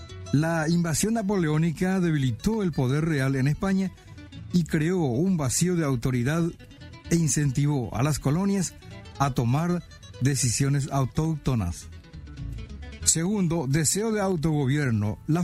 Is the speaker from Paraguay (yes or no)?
yes; Paraguay; como paraguayo y paraguaya que somos